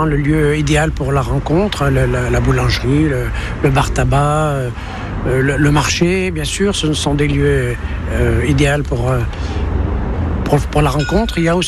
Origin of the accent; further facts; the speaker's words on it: Saint-Étienne, Auvergne-Rhône-Alpes, France; born there; Je suis né à Saint-Etienne. Hein. D'ailleurs, je viens de réhabiter à Solor. Je suis né à Solor, dans la clinique Trousseau, anciennement la clinique Trousseau, qui est Gabriel Péri.